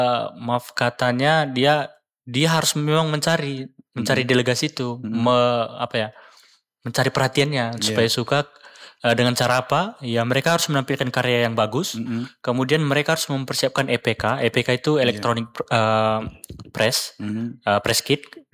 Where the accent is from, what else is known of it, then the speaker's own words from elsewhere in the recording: North Sumatra, Indonesia; saya orang Karo.